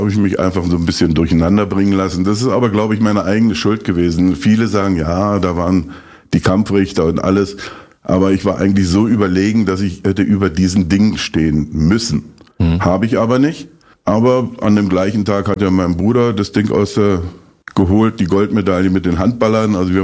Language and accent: German; Eisenhüttenstadt, Brandenburg, Germany; born or raised there